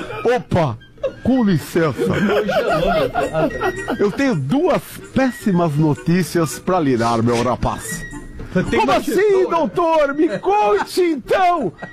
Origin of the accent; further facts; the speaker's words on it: Joinville, Santa Catarina, Brazil; Eu sou de Joinville.